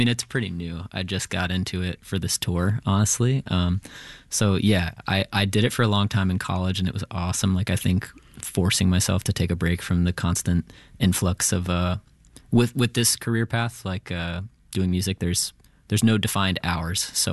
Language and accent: English; the South, United States; born there; also born or lived in Tennessee / Florida; So I know I keep talking about growing up in the South, but so I split time between Tennessee and Florida. My mom was in Florida.